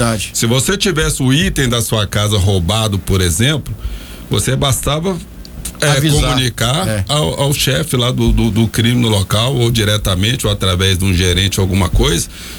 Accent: Rio de Janeiro, Brazil; moved away; Eu citei como exemplo o meu Rio de Janeiro, né? Pra quem não sabe, eu sou carioca.

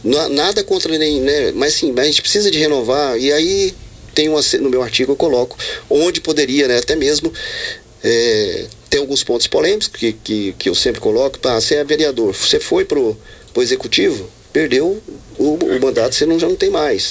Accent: Alagoas, Brazil; lá em Alagoas, que eu sou alagoano

